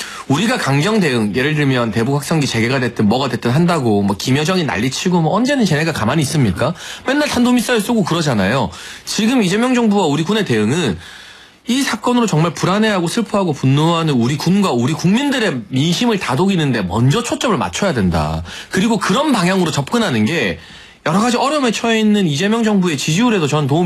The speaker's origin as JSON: {"language": "Korean", "region": "Busan", "country": "South Korea", "said": "네, 부산 출신이죠. 부산."}